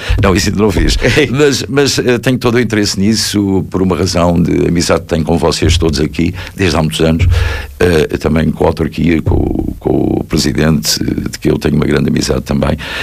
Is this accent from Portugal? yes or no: yes; Arcos de Valdevez, Norte, Portugal; born there